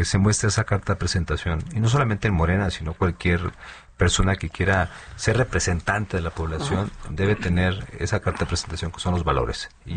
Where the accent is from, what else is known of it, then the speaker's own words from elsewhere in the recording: Zacatecas, Mexico; Entonces es un tema donde hay que enaltecer pues no solamente lo que somos como zacatecanos, sino lo que podemos ofrecer hacia el exterior.